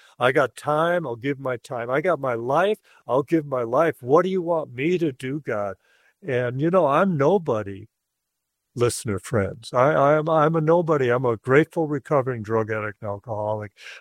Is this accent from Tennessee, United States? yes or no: no; Texas, United States; it was cold. I'm from Texas. I got it made in Texas is the land of milk and money.